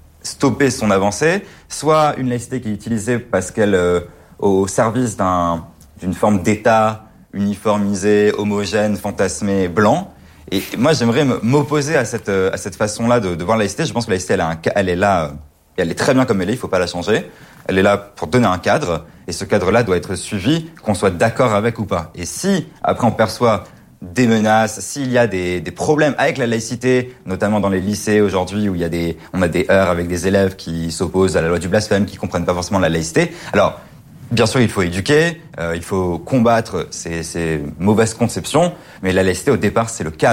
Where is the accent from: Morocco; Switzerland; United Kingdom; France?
France